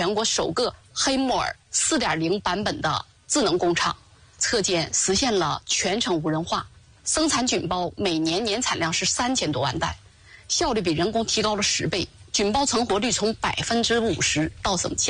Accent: Wangqing, Jilin, China; 我是土生土长的汪清人，守着中国黑木耳之乡的好资源

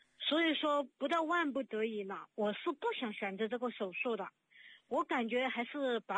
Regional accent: Sichuan, China; 不是不是，我是四川的

